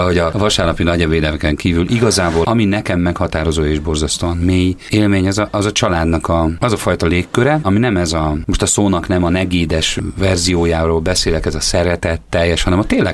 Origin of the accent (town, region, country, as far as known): Biatorbágy, Pest, Hungary; born or raised there